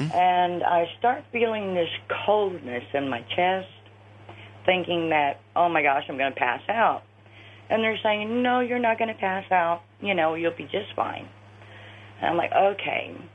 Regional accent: Florida, United States; I'm from Florida.

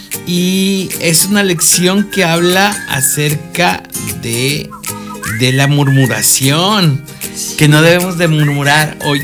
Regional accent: Xalapa, Veracruz, Mexico; somos de Jalapa. Más bien somos del mundo entero.

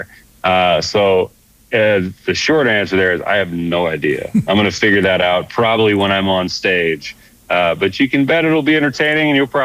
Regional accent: Denver, Colorado, United States; Born and raised. I was born in Rose Hospital in Denver, Colorado.

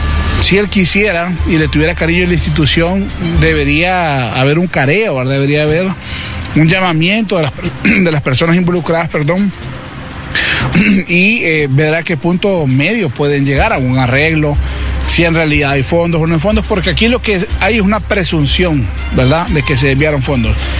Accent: Honduras; Más que como hondureño

